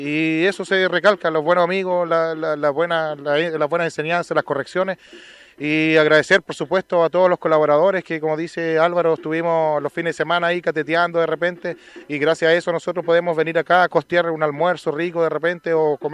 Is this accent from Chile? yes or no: yes; Maule, Chile; entre maullenenses. Hay uno de Ramírez, yo de Baquedano